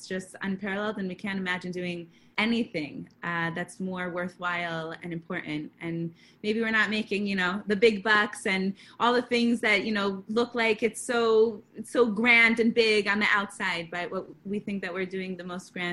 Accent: Delaware, United States; So I'm actually from Delaware originally. This is where I grew up.

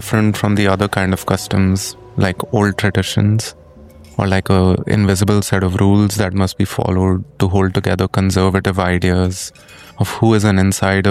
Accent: Mumbai, Maharashtra, India; my hometown, Bombay.

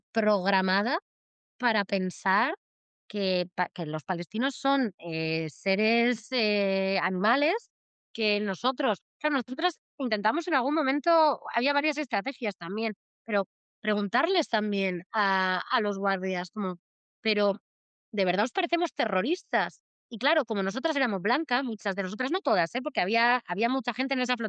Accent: Spain; yo soy blanca, soy española, o sea, yo no soy de Hamás.

